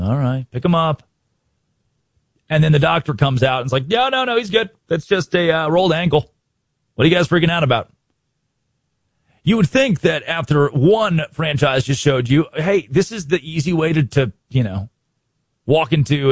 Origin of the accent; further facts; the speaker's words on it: Arkansas, United States; Where I grew up in Valonia, Arkansas.